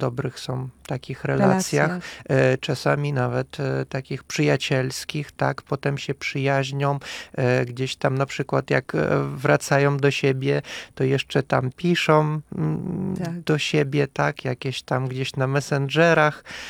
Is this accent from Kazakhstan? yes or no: yes; Kazakhstan; now in Poland; ja zawsze mówię, że jestem Kazachstańczyk, czyli nie Kazach, chociaż na początku odbierano mnie jako Kazacha, nazywano mnie Kazachem, ja musiałem poprawiać, tak, że Kazachstan to jest wielonarodowy kraj